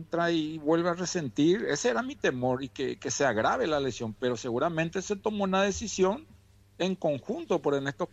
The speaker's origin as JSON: {"language": "Spanish", "country": "Paraguay", "said": "yo, como todo paraguayo"}